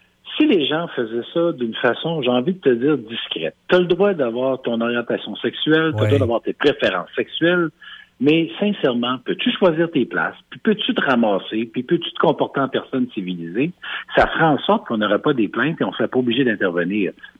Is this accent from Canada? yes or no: yes; Quebec, Canada; moved away as an adult; Moi, je venais de la Beauce